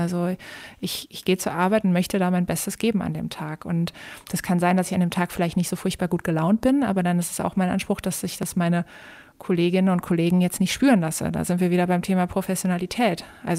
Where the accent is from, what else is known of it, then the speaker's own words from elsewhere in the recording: Cologne, North Rhine-Westphalia, Germany; Ich persönlich komme aus dem Rheinland, ich komme aus Köln. Köln ist für mich meine absolute Heimat, mein Zuhause und meine Traumstadt.